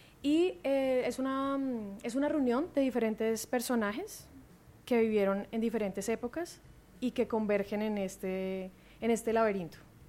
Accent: Colombia

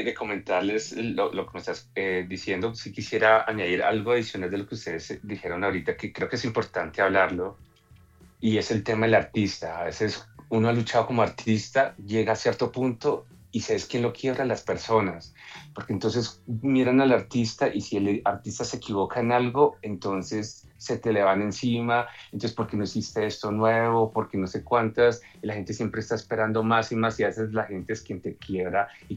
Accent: Colombia; nosotros como colombianos

